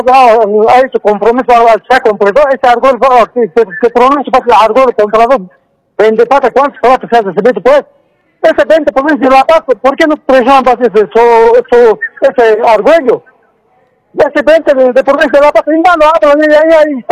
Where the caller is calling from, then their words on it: Tapacarí, Cochabamba, Bolivia; Yo como Cochabamba, yo soy tapacarín.